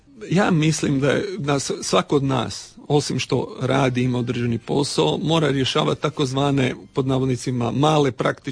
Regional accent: Istria County, Croatia; mogu reći da sam i kao Istrijan i ponosan na to.

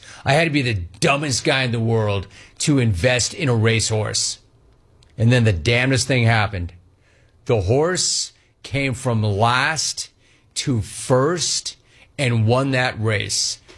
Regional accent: Los Angeles, California, United States; As a comp, I grew up in Los Angeles. I grew up listening to Vin Scully.

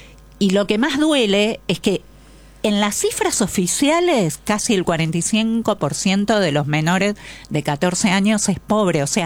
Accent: Buenos Aires, Argentina; Como argentina y como porteña digo, dejemos de naturalizar a los hijos de puta que arrasan a un ser humano.

